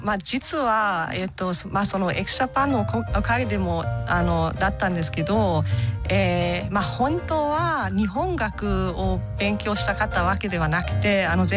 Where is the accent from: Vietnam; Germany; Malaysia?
Germany; Japanese is a second language; moved away